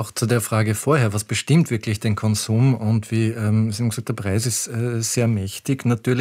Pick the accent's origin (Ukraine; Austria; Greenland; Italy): Austria; Salzburg; Ich bin in Salzburg aufgewachsen, man hat das nicht hinterfragt.